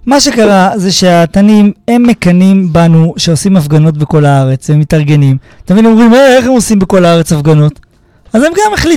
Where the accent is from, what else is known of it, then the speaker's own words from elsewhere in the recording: Jerusalem, Jerusalem District, Israel; אמרתי שאני גדלתי בשכונת הרנוף. ושכונת הרנוף הייתה על גבול חוב הרחובות, הרבה מהרחובות, על גבול יער ירושלים.